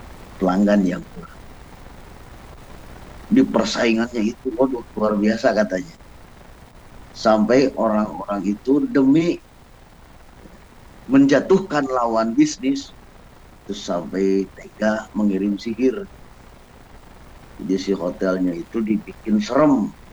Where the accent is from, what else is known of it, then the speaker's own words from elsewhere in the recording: Bandung, West Java, Indonesia; Nah, kita orang Bandung ini penuh kekhawatiran.